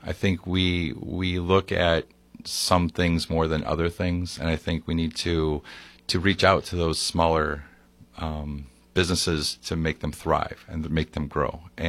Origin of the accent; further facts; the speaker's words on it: Sandwich, Illinois, United States; now in Yorkville, United States; Home is Yorkville. But I grew up in Sandwich, and I've been living this whole area my whole life, my family too.